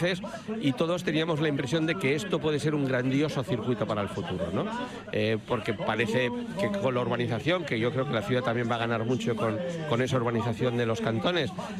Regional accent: Barcelona, Catalonia, Spain; Abierta al mar, soy de Barcelona, con lo que todo lo que sea estar abierto al mar es una cosa que llevamos muy dentro.

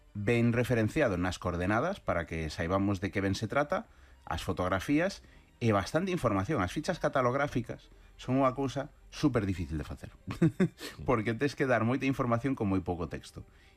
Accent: A Coruña, Galicia, Spain; Eu como coruñés de neno paseaba moito polo porto.

